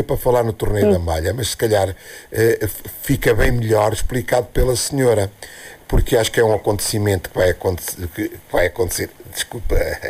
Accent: Arganil, Centro, Portugal; o grupo folclórico da região de Arganil, o Rancho, o meu rancho, o rancho da minha terra

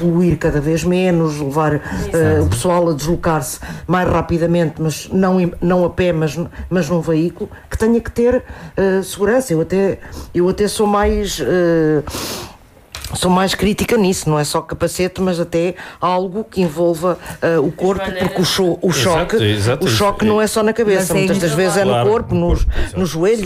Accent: Portugal; nós sabemos que enquanto portugueses nós gostamos de desafiar os limites

